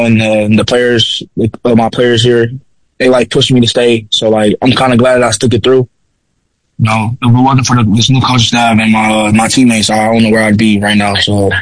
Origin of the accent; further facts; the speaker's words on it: Little Rock, Arkansas, United States; I came to Concordia because, I'm originally on from Little Rock, Arkansas